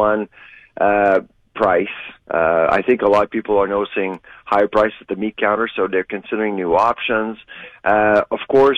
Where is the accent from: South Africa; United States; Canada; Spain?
Canada; Quebec; I'm from Quebec